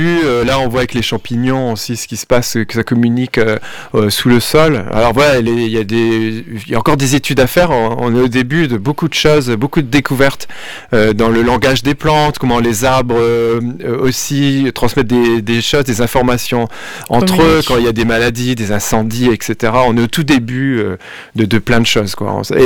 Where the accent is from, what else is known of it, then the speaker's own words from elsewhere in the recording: Douai, Hauts-de-France, France; moi, je suis de Douai, et puis je suis vraiment pas loin